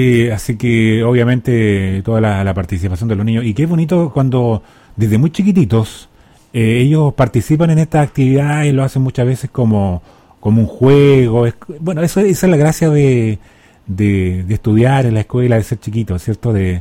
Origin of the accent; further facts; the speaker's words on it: Chile; las cosas que nos identifican a nosotros como chilenos